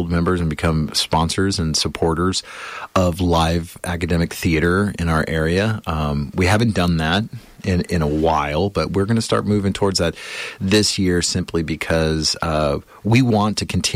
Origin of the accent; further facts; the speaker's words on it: Texas, United States; moved away; I was from Texas, middle of nowhere Texas. You know, my I don't come from money in any way